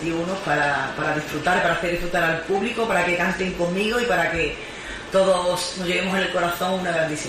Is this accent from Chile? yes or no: no; Andalusia, Spain; amo la provincia de Huelva, amo mi tierra